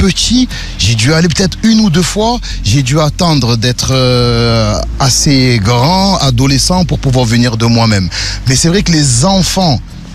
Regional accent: Marseille, Provence-Alpes-Côte d'Azur, France; en tant que Marseillais

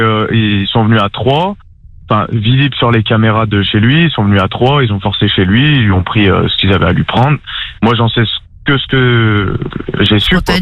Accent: Lyon, Auvergne-Rhône-Alpes, France; moi j'habite dans un village et donc je viens de Lyon.

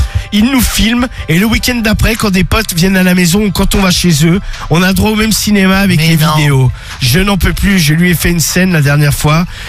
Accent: Drancy, Île-de-France, France; 32 ans, je suis de Drancy.

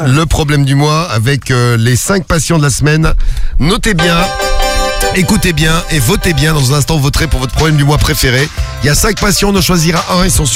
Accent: France; On est français, on se plaint de tout.

